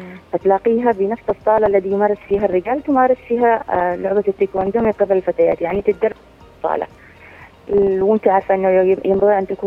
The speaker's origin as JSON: {"language": "Arabic", "country": "Yemen", "said": "فيقول لك المرأة عندنا في اليمن ما ينفعش تلعب مصارعة"}